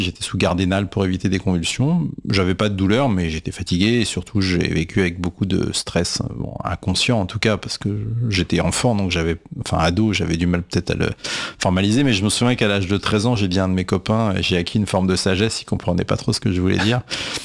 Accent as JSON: {"language": "French", "town": "Paris", "region": "Île-de-France", "country": "France", "tie": "born or raised there", "said": "Je suis né à Paris, j'ai grandi dans le 15e."}